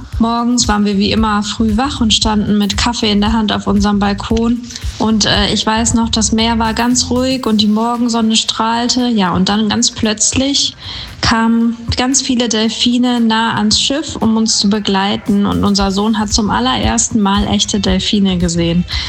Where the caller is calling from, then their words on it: Sassenberg, North Rhine-Westphalia, Germany; ich komme aus Sassenberg.